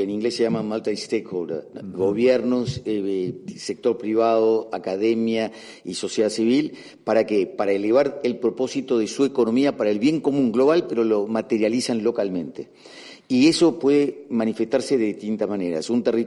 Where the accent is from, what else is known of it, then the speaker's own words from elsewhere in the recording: Argentina; yo soy argentino, se nota, ¿no?